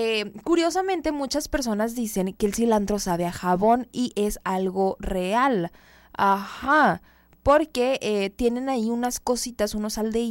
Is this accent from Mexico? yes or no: yes; Mexico